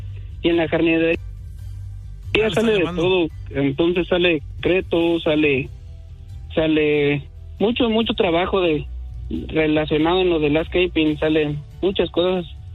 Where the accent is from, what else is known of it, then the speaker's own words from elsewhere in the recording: Guanajuato, Mexico; now in United States; son los ingenieros de Michoacán y yo soy de Guanajuato. Estoy unido con un hermano.